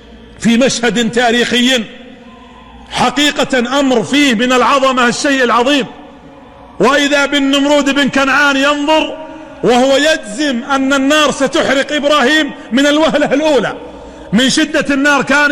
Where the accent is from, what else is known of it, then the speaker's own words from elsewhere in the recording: Saudi Arabia; هي ليست عندنا في السعودية